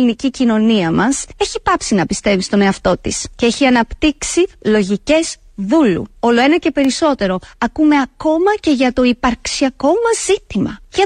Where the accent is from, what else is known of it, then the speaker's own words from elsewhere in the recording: Greece; ως Έλληνες πολίτες